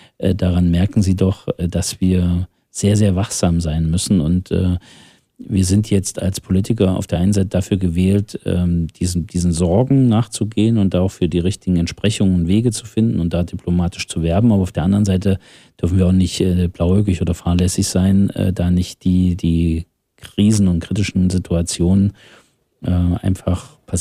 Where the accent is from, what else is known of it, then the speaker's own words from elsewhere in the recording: Thuringia, Germany; Wenn Sie sich angucken, ich komme aus dem Saale-Holstein-Kreis, in Eisenberg war die Erstaufnahmeeinrichtung Thüringens